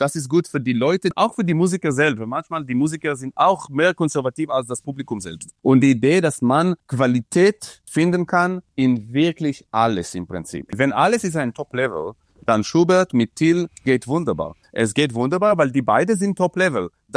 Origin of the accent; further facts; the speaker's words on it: Dresden, Saxony, Germany; German is a second language; Und das ist ein bisschen meine kleine Contribution, weil ich als Dresdner, sagen wir so.